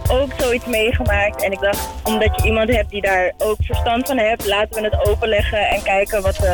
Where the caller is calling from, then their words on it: Zaandam, North Holland, Netherlands; Ik kom uit Zaanstad.